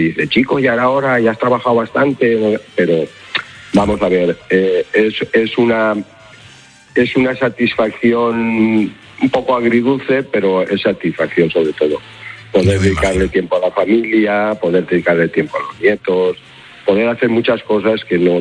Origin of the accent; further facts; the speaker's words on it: Gandia, Valencian Community, Spain; yo soy de Gandía. Aquí en Gandía, toda la gente de la época aquella, todos los amigos míos